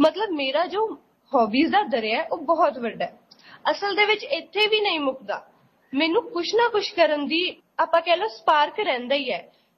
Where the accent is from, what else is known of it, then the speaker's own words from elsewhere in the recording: Bathinda, Punjab, India; ਮੈਂ ਬਠਿੰਡਾ ਦੀ ਜੰਮਪਲ ਹਾਂ।